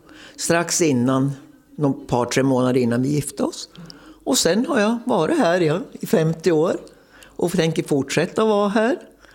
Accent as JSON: {"language": "Swedish", "town": "Strömsund", "region": "Jämtland County", "country": "Sweden", "moved": "yes", "said": "Sen så åkte vi upp till Strömsund eftersom jag är därifrån."}